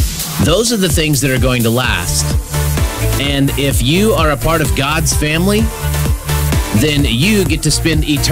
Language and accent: English; Picher, Oklahoma, United States; But a lot of my hometown is gone. You can read about it if you just search for Pitcher, Oklahoma or Cardin, Oklahoma.